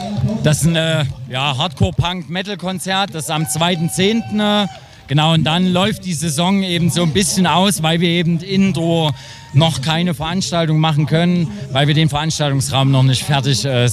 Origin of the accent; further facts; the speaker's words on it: Grimma, Saxony, Germany; Also in meiner Jugend war in Grimma durchaus noch sehr viel